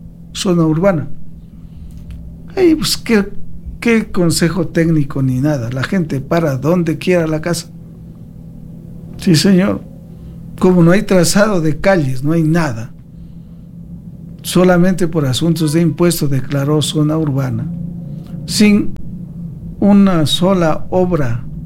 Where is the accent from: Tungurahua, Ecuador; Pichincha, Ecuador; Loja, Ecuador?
Loja, Ecuador; Siendo de Carigán, de Bolacachi